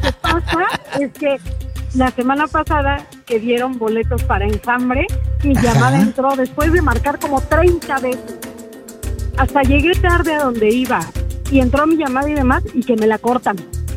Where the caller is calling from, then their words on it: Gustavo A. Madero, Mexico City, Mexico; De Gustavo Amadero.